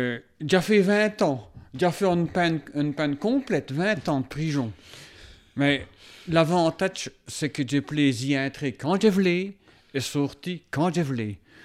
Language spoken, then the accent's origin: French; Wallonia, Belgium; accent: Walloon; J'ai causé wallon quand j'ai revenu au village